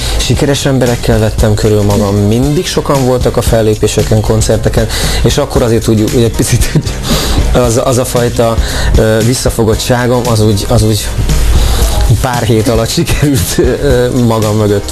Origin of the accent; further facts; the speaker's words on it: Kissziget, Zala, Hungary; Igen, egy Zala vármegyei kis községben, Kisszigeten nőttem fel, ott születtem, illetve Nován születtem.